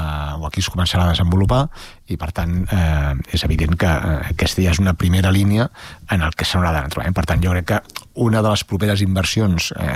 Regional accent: Molins de Rei, Catalonia, Spain; aquesta flama que es diu Molins de Rei. Crec que som la Gàlia de Baix Llobregat, som un poble doncs, absolutament diferent a tot el que tenim al nostre entorn

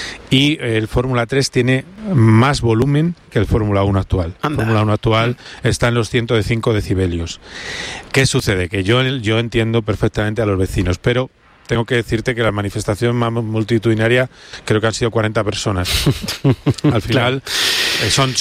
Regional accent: Madrid, Community of Madrid, Spain

